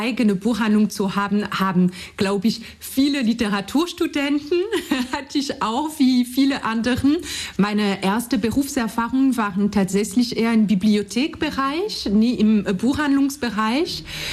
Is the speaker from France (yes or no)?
yes; France; accent: French; German is a second language; moved away as an adult; now in Leipzig, Germany